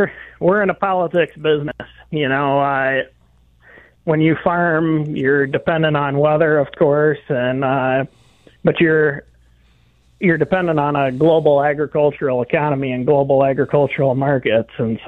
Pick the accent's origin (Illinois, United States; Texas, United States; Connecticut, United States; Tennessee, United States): Illinois, United States; Dixon; Chicago colleagues tell me I'm from downstate, and my downstate colleagues tell me I'm from Chicago. But I'm originally from Dixon